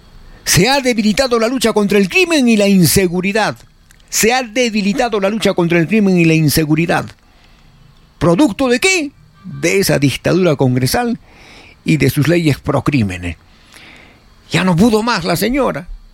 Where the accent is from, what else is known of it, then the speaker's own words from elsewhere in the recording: Peru; tengo el derecho de opinar porque soy peruano.